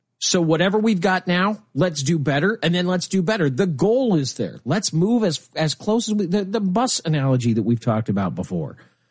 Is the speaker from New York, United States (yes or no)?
no; Lincoln, Nebraska, United States; He's over the second district, which is, or is it first district? It's Lincoln, my hometown.